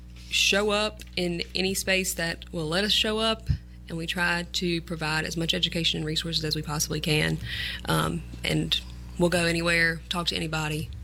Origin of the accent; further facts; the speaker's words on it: Stokes, North Carolina, United States; I also grew up around here. I grew up in Stokes, Bethel area, and I also went to North Pitt High School